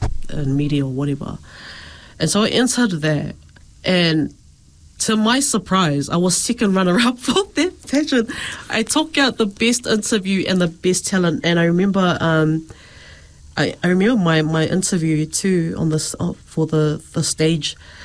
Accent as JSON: {"language": "English", "region": "Auckland", "country": "New Zealand", "tie": "born or raised there", "said": "I grew up in East Auckland."}